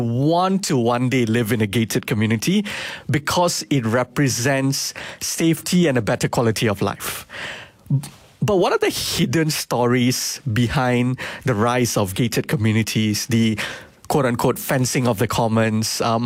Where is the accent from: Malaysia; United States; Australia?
Malaysia; especially as an Indian person in this country.